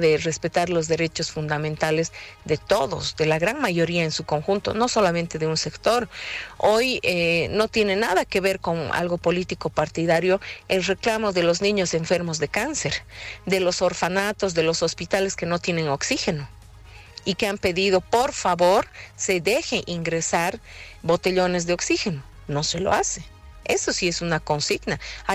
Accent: Bolivia; todos somos bolivianos.

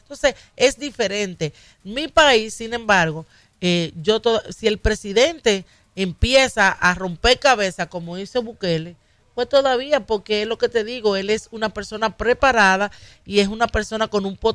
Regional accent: Dominican Republic; Yo soy dominicana.

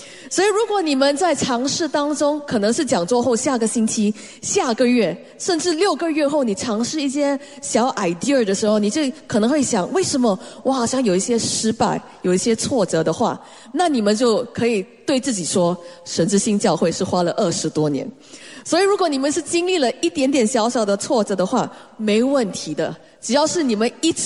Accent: Singapore; born there; 我记得我在上学的时候，在新加坡

